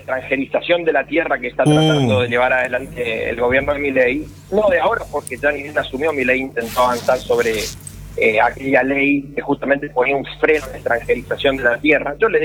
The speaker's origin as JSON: {"language": "Spanish", "region": "Corrientes", "country": "Argentina", "said": "me considero orgullosamente correntino también."}